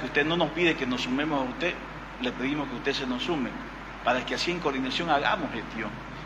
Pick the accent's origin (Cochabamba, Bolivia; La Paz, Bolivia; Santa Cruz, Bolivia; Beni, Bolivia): Beni, Bolivia